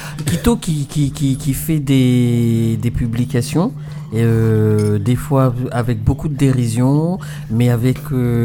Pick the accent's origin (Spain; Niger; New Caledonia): New Caledonia; chez nous en Kanaky